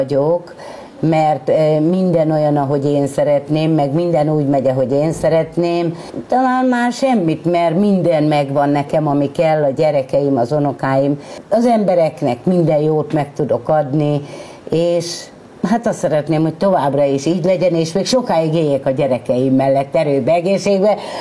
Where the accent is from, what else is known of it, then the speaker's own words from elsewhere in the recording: Dunakeszi, Pest, Hungary; also born or lived in Tiszafüred; én már kisgyerek, épp hogy csak ott megszülettem, de itt nőttem föl Dunakeszin az egész család